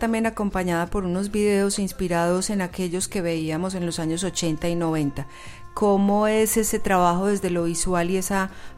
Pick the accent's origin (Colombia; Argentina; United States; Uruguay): Colombia